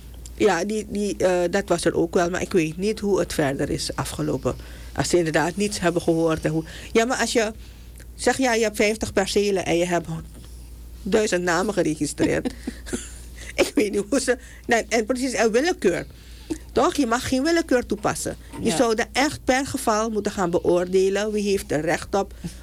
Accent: Suriname; ik ben een Surinaamse burger. Ik heb in Suriname gestudeerd. Ik kom van de Universiteit van Suriname.

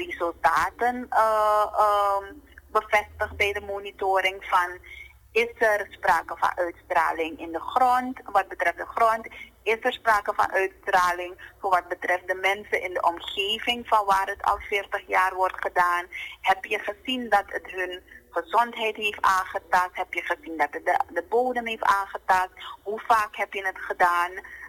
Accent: Suriname; wij als Surinamers

